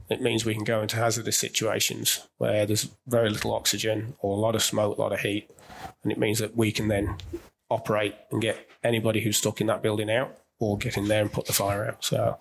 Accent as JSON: {"language": "English", "country": "Australia", "said": "We just call it BA because we're Australian and we're a bit lazy."}